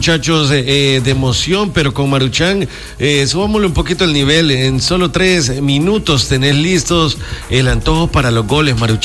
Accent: El Salvador; vivimos muchos partidos en los que uno como salvadoreño se tiene que rebuscar

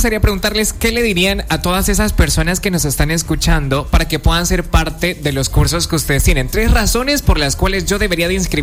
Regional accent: Lourdes, La Libertad, El Salvador; yo que soy de Lourdes, allá voy a andar.

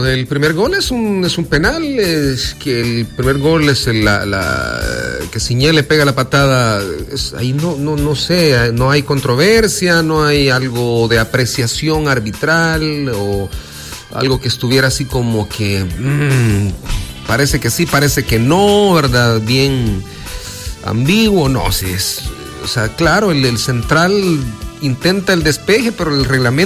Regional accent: El Salvador; Más allá de que soy salvadoreño

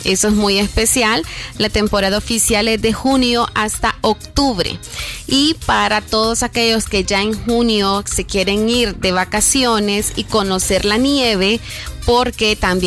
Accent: El Salvador; como salvadoreños solamente necesitamos nuestro pasaporte vigente

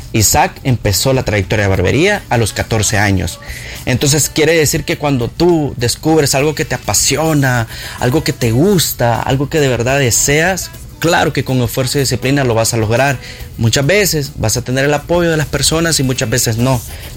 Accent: El Salvador

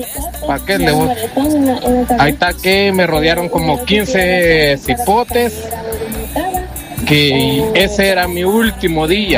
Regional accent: El Salvador; como todo salvadoreño, estoy vivo gracias a una llamada.

